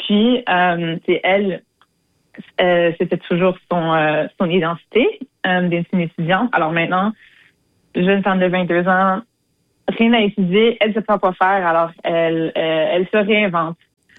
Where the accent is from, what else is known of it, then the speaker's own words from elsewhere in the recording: Manitoba, Canada; en tant que franco-manitobaine